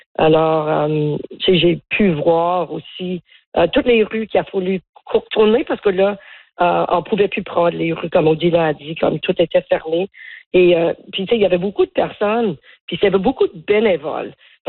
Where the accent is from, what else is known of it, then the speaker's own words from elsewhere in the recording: Cape Breton, Nova Scotia, Canada; je retourne chez nous au Cap-Breton ce matin.